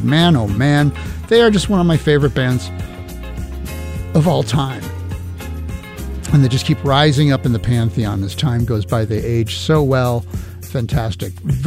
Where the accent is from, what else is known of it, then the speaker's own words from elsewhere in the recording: Glastonbury, Connecticut, United States; I grew up in Glastonbury, Connecticut, so that's kind of just not too far away.